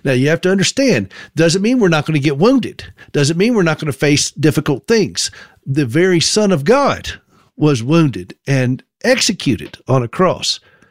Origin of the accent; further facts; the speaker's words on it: Tennessee, United States; And I looked at Gracie's feet, and I said, "We from Tennessee."